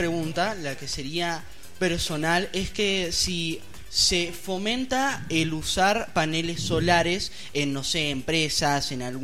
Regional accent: Mendoza, Argentina

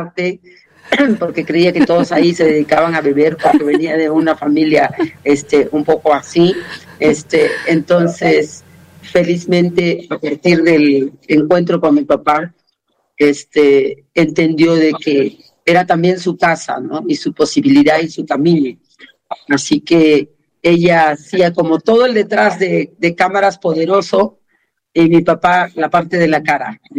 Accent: Cusco, Peru; also born or lived in Lima; mi lugar es la montaña, entonces me trajeron a los días de nacida, pues, al lugar donde ellos vivían, el Cusco.

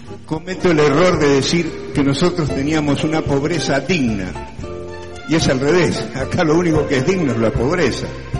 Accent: Mendoza, Argentina; Los otros días volví a Mendoza y les comentaba, allá en mi pueblo, por primera vez canté en mi pueblo, bueno, antes era un pueblo, era hermoso, con calles de tierra, ahora lo arruinaron, lo pusieron asfalto, lo transformaron en una gran ciudad.

